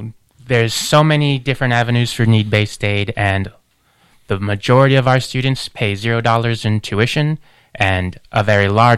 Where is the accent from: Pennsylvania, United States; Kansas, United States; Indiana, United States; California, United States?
California, United States; Fresno; also born or lived in Chico; now in Redding, United States; I am originally from the Fresno area. I moved up to Redding to go to Shasta College